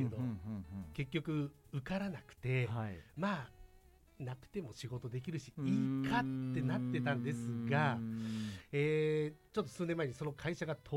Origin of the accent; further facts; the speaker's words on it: Saitama, Japan; 私地元が埼玉だったので